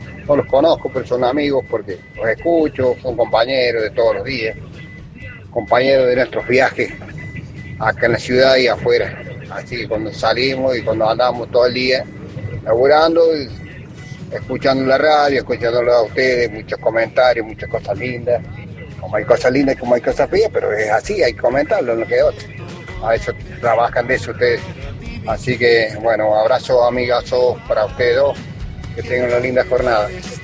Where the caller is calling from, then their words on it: Argentina; todos los argentinos estamos contentos con lo que ha dado esta selección